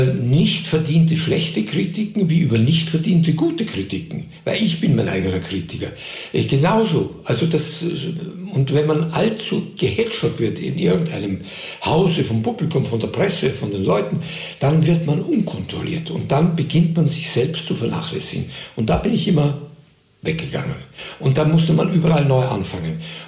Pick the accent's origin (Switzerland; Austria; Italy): Austria; Ich musste als Österreicher in jedem deutschen Engagement, Arbeitsbewilligung, Aufenthaltsgenehmigung